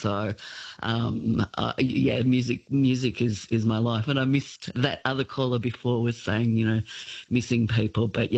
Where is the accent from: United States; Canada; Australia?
Australia; Melbourne, Victoria; I'm from Melbourne, but the mist is just amazing, and the cows and the smells.